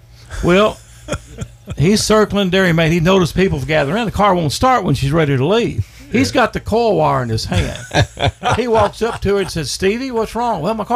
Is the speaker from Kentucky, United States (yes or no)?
yes; Owensboro, Kentucky, United States; born or raised there